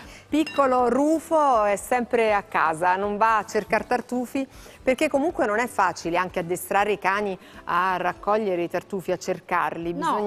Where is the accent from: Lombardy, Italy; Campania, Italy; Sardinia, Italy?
Campania, Italy; Salerno; che sono di Salerno